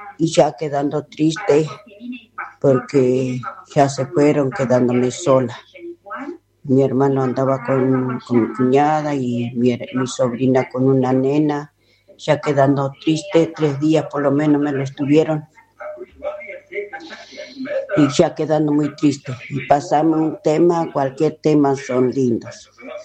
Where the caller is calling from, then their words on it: Sabagasta, Santiago del Estero, Argentina; de Sabagasta